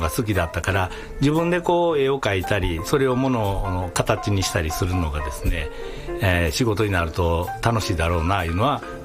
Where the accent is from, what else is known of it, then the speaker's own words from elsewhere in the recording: Osaka, Japan; born there; 僕大阪で生まれてるんですけれども、はい、両親が淡路島の海辺の出身なんですね。